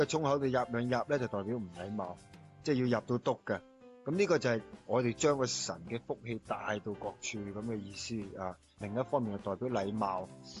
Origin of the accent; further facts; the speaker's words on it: Guangdong, China; 我哋广府人